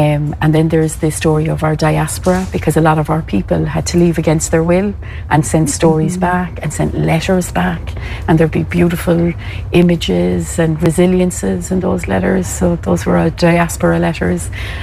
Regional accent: Cork, Munster, Ireland; When I was growing up, I grew up in Mayfield in Cork, which is the north side. You know, it would have been seen as the poor side

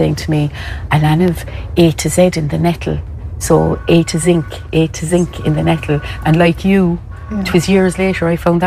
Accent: Cork, Munster, Ireland; When I was growing up, I grew up in Mayfield in Cork, which is the north side. You know, it would have been seen as the poor side

